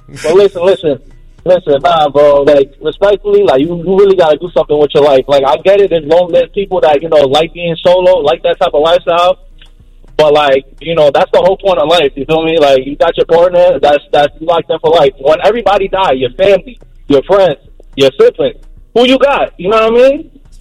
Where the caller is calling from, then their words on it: New York City, New York, United States; from Queens